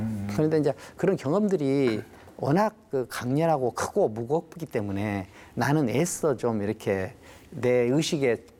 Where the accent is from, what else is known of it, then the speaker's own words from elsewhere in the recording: Hampyeong, South Jeolla, South Korea; also born or lived in Jangbyeongdo; 그 제가 그 이 이제 고향은 함평인데.